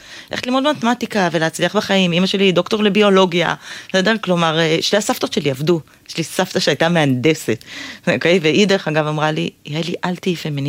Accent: West Bank, Palestine; אז גדלתי בציונות הדתית ביישוב בגוש הציון, שהיה יישוב בהרבה מובנים מאוד ליברלי

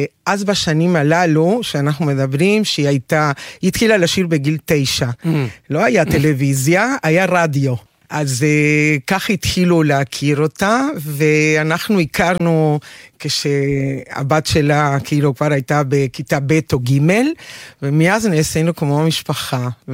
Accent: Montevideo, Uruguay; Hebrew is a second language; now in Israel; אני מאורוגוואי, נולדתי במונטווידאו, עיר אווירה, קטנה וחמה

